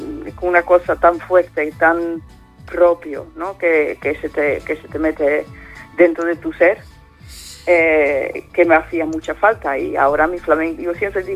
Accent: Netherlands; Spanish is a second language; moved away; also born or lived in Lebanon; nacida libanesa, pero me crié en Holanda, adoptada, ¿no? En Holanda, entonces, con una crianza muy holandesa

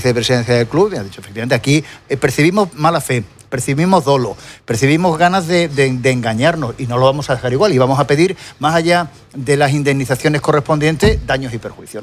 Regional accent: Seville, Andalusia, Spain; como aficionado al fútbol, como sevillano, y si me apuráis, como sevillista

